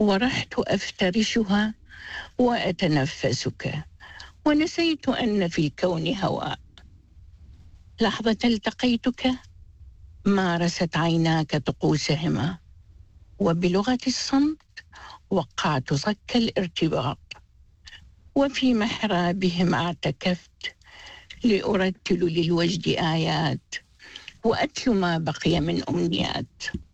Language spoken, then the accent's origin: Arabic; Iraq; now in Australia; أنا من العراق، أنتمي لمنتدى الجامعين العراقيين